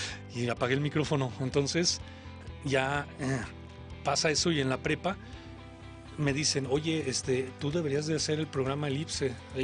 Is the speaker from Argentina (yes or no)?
no; Zamora, Michoacán, Mexico; moved away as an adult; now in Guadalajara, Mexico; Yo soy de Zamora, de Michoacán.